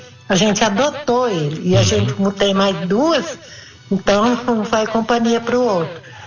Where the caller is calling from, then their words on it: Brazil; eu sou aqui do Jardim Tamoio, né?